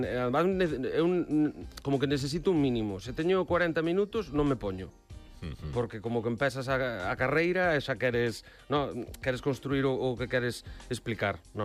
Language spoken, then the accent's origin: Galician; Vimianzo, Galicia, Spain; porque eu son de Vimianzo, entonces sí. Conozo a esa parroquia.